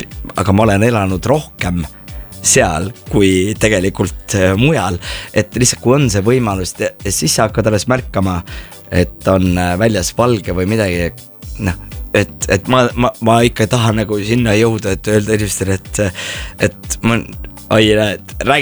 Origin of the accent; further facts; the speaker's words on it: Võru, Võru County, Estonia; moved away; ma olen ka ikkagi Võrust pärit ja maa lapse